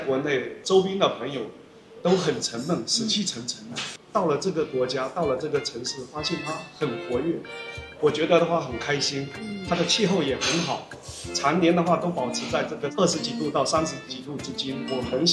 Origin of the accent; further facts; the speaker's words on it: China; now in Vietnam; 他们看我们中国人，其实他们有点仰望的看我们